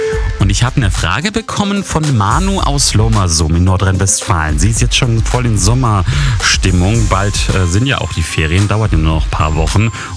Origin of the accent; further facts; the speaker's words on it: Bosnia & Herzegovina; Geht mal über die andere Grenze zu mir in mein Heimatland, Bosnien.